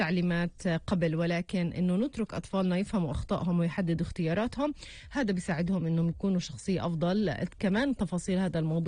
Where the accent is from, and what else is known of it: Palestine